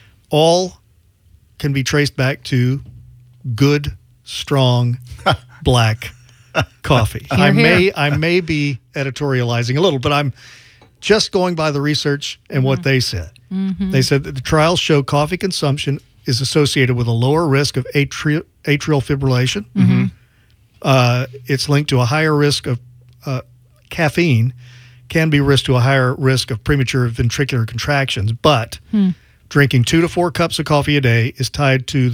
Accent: Louisiana, United States; I'm from Louisiana. Yeah. Sometimes we did have to chew.

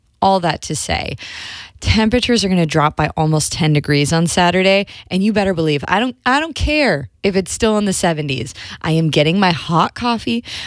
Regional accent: Minnesota, United States; I grew up in Minnesota, okay? When I tell you that there was often snow by the end of October, that's the kind of weather change that I grew up

